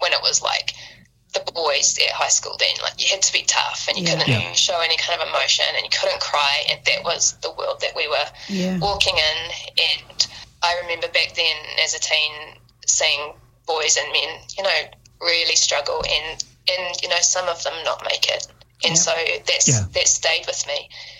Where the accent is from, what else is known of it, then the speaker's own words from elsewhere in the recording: Bay of Plenty, New Zealand; moved away; I'm from the Bay of Plenty, you know, and I go home, well, we go home now each summer